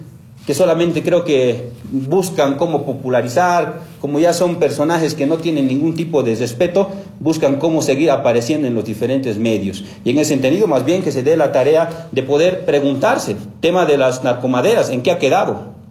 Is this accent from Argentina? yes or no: no; Bolivia